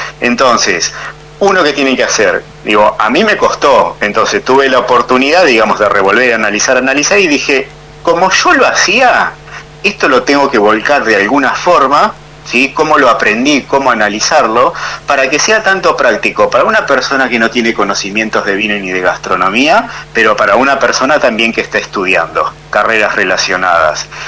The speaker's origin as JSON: {"language": "Spanish", "town": "25 de Mayo", "country": "Argentina", "tie": "born there", "moved": "yes", "said": "mi madre, que vive en el interior, la ciudad de 25 de Mayo, donde yo nací."}